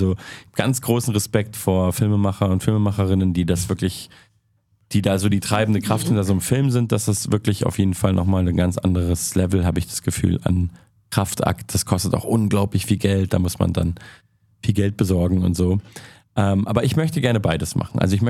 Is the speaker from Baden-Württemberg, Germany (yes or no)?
no; Munich, Bavaria, Germany; now in Berlin, Germany; ich bin ja nicht in Berlin aufgewachsen, sondern in München.